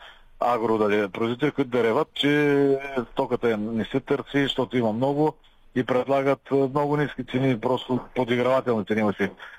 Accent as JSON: {"language": "Bulgarian", "region": "Northeast Bulgaria", "country": "Bulgaria"}